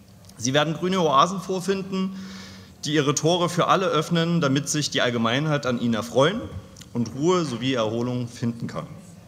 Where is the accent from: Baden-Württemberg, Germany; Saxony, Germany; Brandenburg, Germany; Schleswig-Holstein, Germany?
Saxony, Germany; Leipzig; Als Leipziger